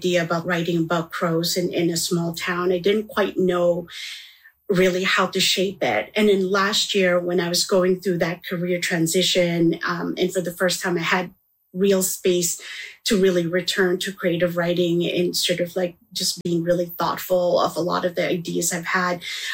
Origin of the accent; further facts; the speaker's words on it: Manitoba, Canada; And so growing up in Manitoba, those landscapes became very much part of how I see things.